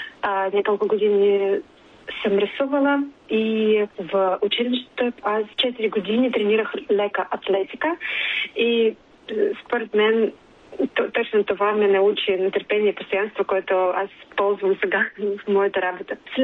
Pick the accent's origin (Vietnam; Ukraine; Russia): Russia; Omsk, Omsk Oblast; Bulgarian is a second language; moved away as an adult; also born or lived in Moscow, Russia; now in Sofia, Bulgaria; Родом съм от Русия, от един малък сибирски град Омск, и последните 12 години, преди да се премести в София, живях в Москва.